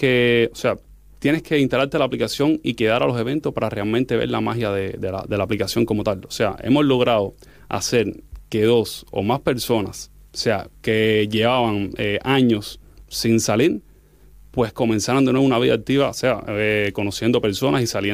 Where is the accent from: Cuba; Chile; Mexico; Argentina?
Cuba; moved away as an adult; also born or lived in Madrid; now in Gijón, Spain; Soy de Cuba.